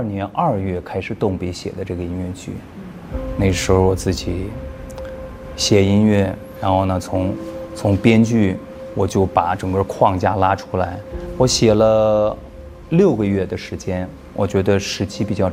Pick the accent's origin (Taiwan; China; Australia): China; 用我们中国人的情怀情感去表达的，